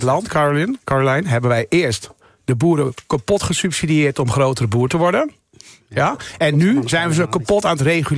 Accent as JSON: {"language": "Dutch", "town": "Nunspeet", "region": "Gelderland", "country": "Netherlands", "said": "ik ben boer, ik kom uit Nunspeet."}